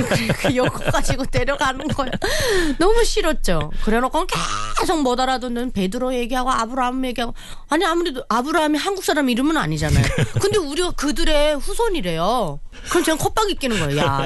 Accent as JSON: {"language": "Korean", "country": "North Korea", "moved": "yes", "lives_now": "South Korea", "said": "우리 고향 분들이"}